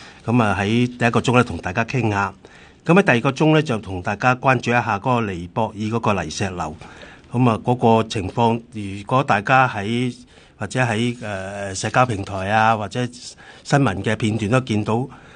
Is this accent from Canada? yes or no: yes; Canada; 咁亦都话原来我哋加拿大人咧，亦都有32个加拿大人咧係失去联络嘅咁。